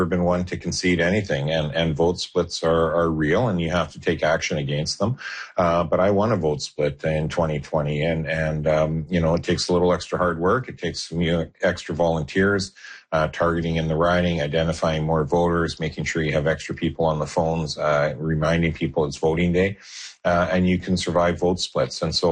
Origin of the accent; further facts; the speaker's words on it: Kamloops, British Columbia, Canada; I'm from Kamloops. 40% of our population doesn't have a family doctor.